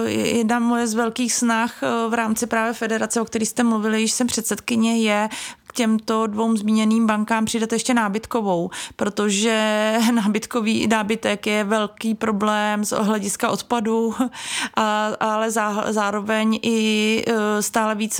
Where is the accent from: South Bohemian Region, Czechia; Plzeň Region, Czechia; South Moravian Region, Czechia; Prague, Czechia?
South Bohemian Region, Czechia; České Budějovice; najednou mi přišlo zajímavější budovat nebo přinést do Českých Budějovic, což je moje rodné město, službu nebo nabídku věcí